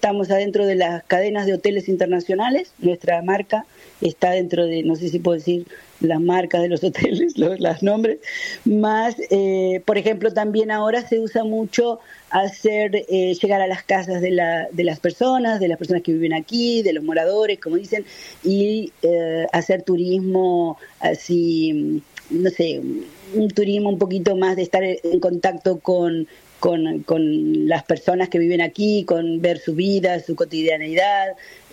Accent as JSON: {"language": "Spanish", "town": "Ensenada", "region": "Buenos Aires Province", "country": "Argentina"}